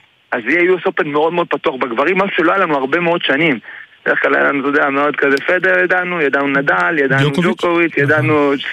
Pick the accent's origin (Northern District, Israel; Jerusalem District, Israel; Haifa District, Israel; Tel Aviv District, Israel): Jerusalem District, Israel; Jerusalem; אני עכשיו בירושלים, בעיר הבירה, במרכז הטניס ירושלים, איפה שגדלתי